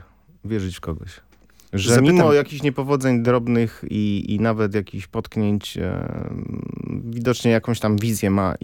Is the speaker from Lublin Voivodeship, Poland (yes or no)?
no; Poznań, Greater Poland Voivodeship, Poland; moved away as an adult; now in Warsaw, Poland; Jako rodowity Poznaniak i Polak